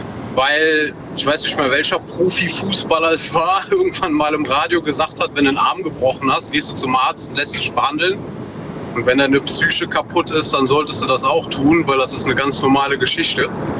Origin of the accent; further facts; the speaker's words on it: North Rhine-Westphalia, Germany; Aus der Eifel, NRW.